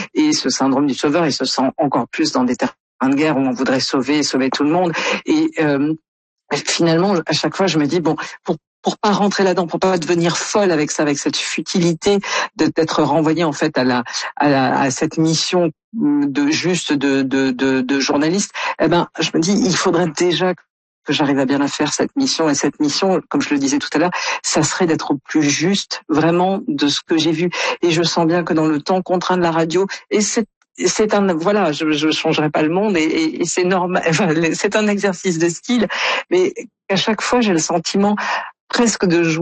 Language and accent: French; France; quand on est Canadien ou comme moi français